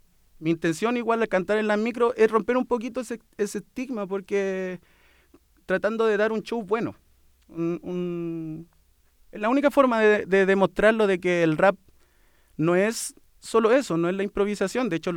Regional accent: Chile; somos así los chilenos

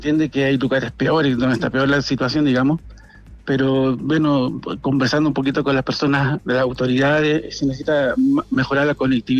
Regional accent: Elqui Valley, Coquimbo, Chile; now in Hurtado, Chile; Yo llevo 3 años, pero soy del Valle del Quillo. Pero he estado aquí en muchas partes, he estado en Comorbalá, he estado en Montepatria, así que más o menos conozco.

